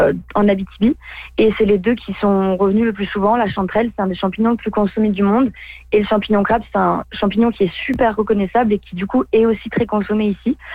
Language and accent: French; France; moved away as an adult; now in Amos, Canada; parce que je viens de France